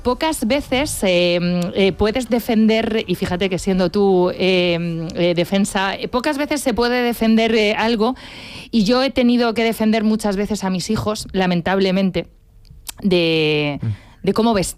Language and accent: Spanish; Castilla-La Mancha, Spain